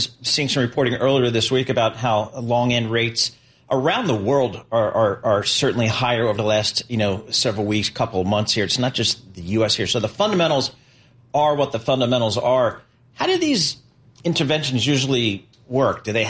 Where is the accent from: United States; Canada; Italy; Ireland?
Ireland; I wear sunblock, right? I'm Irish.